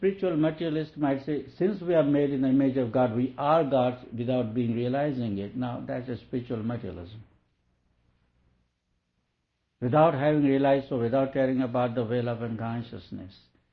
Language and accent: English; India